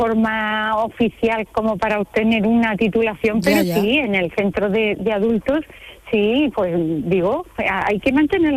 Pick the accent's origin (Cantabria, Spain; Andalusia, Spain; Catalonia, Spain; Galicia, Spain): Andalusia, Spain; San Fernando; born there; moved away; Pero voy a San Fernando, que es mi pueblo